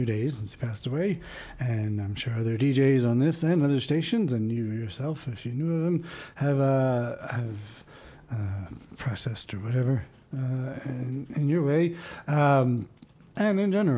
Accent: Baltimore, Maryland, United States; moved away; we grew up in Baltimore.

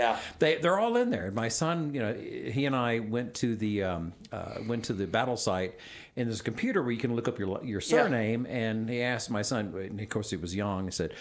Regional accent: the South, United States; born there; as a Southerner by birth

